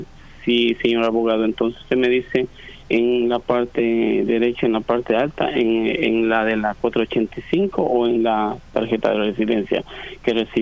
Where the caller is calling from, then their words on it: New York, United States; En Nueva York.